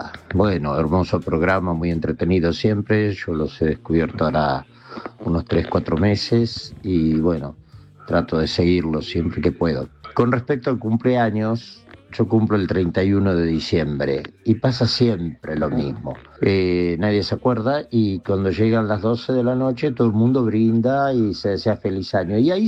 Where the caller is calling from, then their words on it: Tandil, Buenos Aires Province, Argentina; de Tandil, muy bueno el programa.